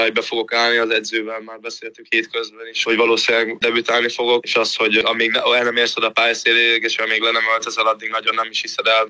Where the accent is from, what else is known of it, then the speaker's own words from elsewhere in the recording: Hungary; also born or lived in Debrecen; now in Alkmaar, Netherlands; Szeretem Magyarországot, ott nevelkedtem